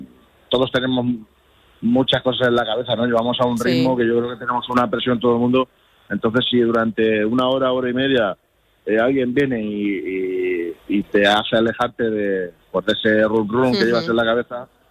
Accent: Villarrobledo, Castilla-La Mancha, Spain; Yo soy de Villarroledo

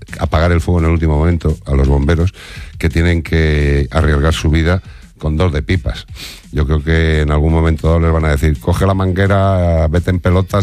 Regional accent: Spain; Sí, sí, y ahí vemos, soy español.

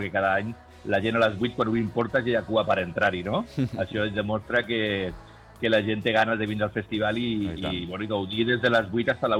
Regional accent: Catalonia, Spain; nosaltres intentem, amb els patrocinadors, amb una mica com a bons catalans, no?

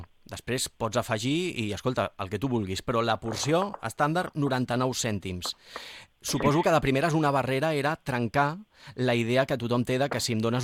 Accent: Tarragona, Catalonia, Spain; perquè jo sóc de Tarragona, els oients ja ho saben.

